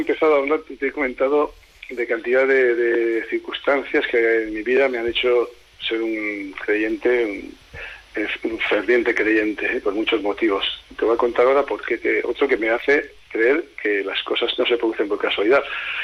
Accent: Haro, La Rioja, Spain; estoy orgulloso de decir que soy de Aro y lo llevo a gala, intento estar a la altura de lo que significa ser de Aro

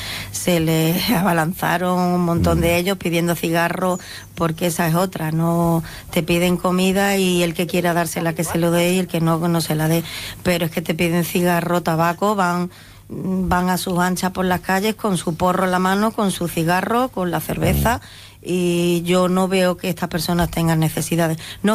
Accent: Ceuta, Spain; Yo soy nacida aquí en Ceuta, de padre ceutí también, todos mis hermanos, toda la familia.

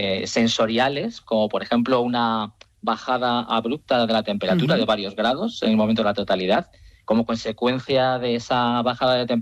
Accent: Turmiel, Castilla-La Mancha, Spain; Bueno, yo en mi pueblo, como te decía antes, en Turmiel, Guadalajara.

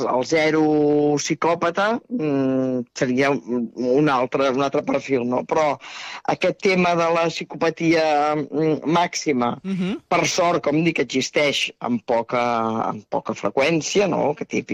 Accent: Terrassa, Catalonia, Spain

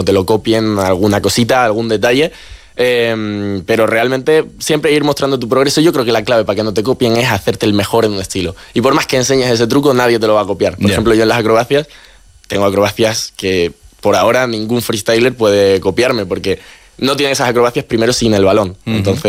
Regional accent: Spain; soy el español con al ranking más alto que va para allá a representar a España.

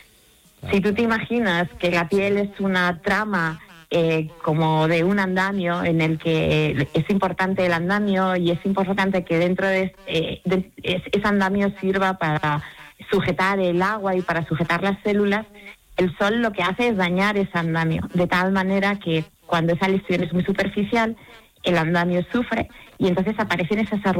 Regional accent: Spain; porque somos españoles.

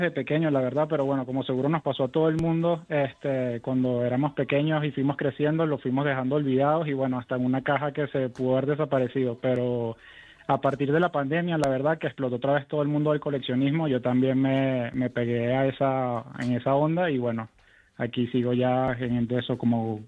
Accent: Venezuela; Oye, lo que pasa es que yo de español no tengo ninguno, creo yo, la verdad. Yo soy venezolano

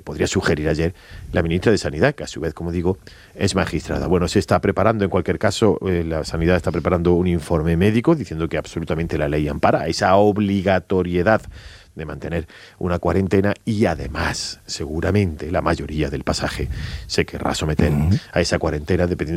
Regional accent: Andalusia, Spain; Yo me quedo con que somos andaluces y no solamente estamos levantados del sofá

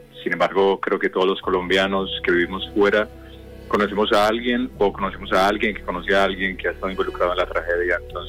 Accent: Colombia; now in Carboneras, Spain; Bueno, yo soy colombiano, residente en el municipio de Carboneras y me muevo mucho por toda la provincia y todo.

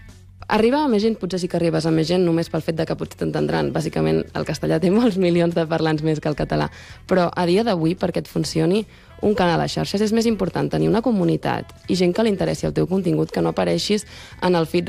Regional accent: Catalonia, Spain; accent: Central Catalan; jo en el meu cas parlaré del meu dialecte, que és el català central.

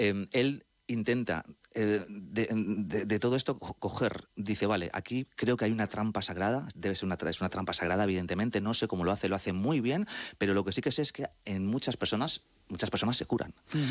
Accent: Madrid, Community of Madrid, Spain; La verdad es que yo estoy un poco dividido, porque fíjate, mis padres son argentinos, yo soy madrileño.

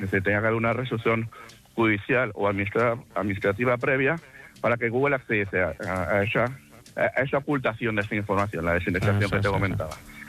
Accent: Valencian Community, Spain; Sí, soy valenciano, sí.

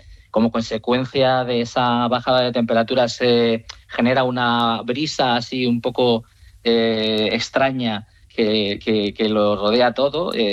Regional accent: Turmiel, Castilla-La Mancha, Spain; Bueno, yo en mi pueblo, como te decía antes, en Turmiel, ¿sí? Guadalajara.

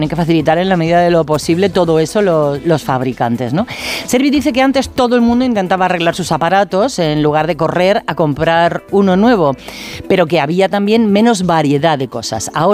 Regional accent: Madrid, Community of Madrid, Spain; Yo he visitado un taller de reparación que hay en el barrio en el que yo crecí, en Prosperidad, en Madrid

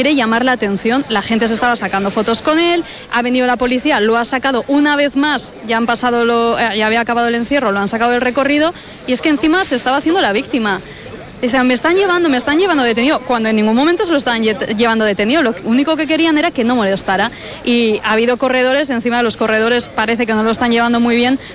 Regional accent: Navarre, Spain; lo majos que somos y los navarros

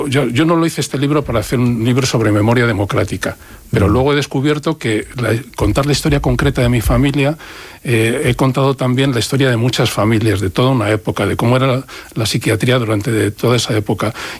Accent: Madrid, Community of Madrid, Spain; born there

